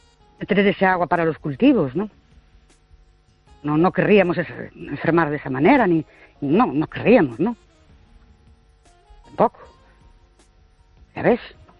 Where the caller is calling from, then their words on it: Ourense, Galicia, Spain; soy … de Ourense.